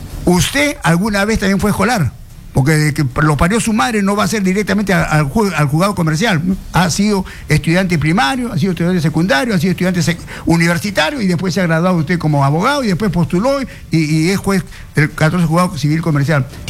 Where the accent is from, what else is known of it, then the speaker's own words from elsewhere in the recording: Chincha, Ica, Peru; el José Pardo y Barreda, en Chincha, donde dejé los mejores años de mi vida, ¿no? Un saludo a todo mi pueblo de Chincha.